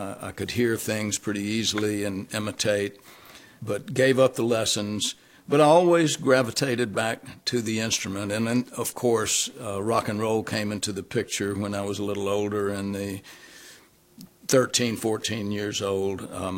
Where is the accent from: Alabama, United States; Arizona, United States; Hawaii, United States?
Alabama, United States; We grew up in Alabama, and I was the youngest of three children